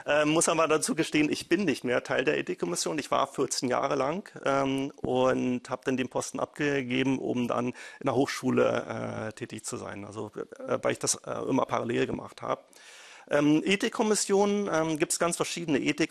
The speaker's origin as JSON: {"language": "German", "town": "Salzwedel", "region": "Saxony-Anhalt", "country": "Germany", "tie": "born or raised there", "said": "Das ist meine Heimatstadt. Also ich wurde hier geboren in der Goethestraße, in das so ein rotes Backsteinhaus mit so einer eingravierten Sonne in der Front."}